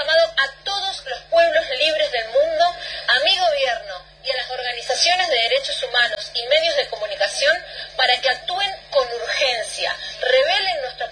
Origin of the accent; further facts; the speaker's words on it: Argentina; soy de Argentina y tengo 42 años.